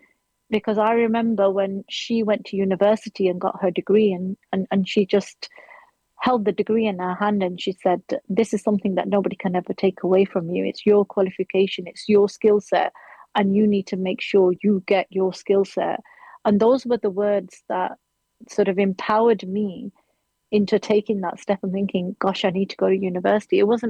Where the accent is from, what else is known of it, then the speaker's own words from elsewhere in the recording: Sheffield, Yorkshire and the Humber, United Kingdom; now in Luton, United Kingdom; I am now living in Luton and I am from Sheffield